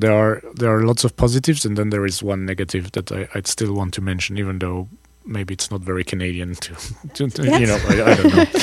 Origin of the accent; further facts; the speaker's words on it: Paris, Île-de-France, France; and I come from Paris, you know, so yeah.